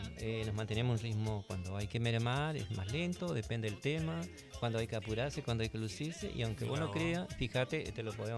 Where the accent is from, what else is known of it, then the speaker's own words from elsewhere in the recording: San Manuel, Buenos Aires, Argentina; born there; Sí, soy nacido en San Manuel, no voy a negar, nací en el campo y no teníamos luz.